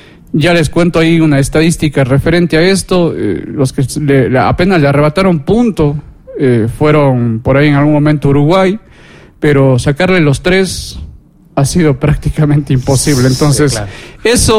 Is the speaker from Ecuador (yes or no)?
yes; Ecuador; así somos así los ecuatorianos.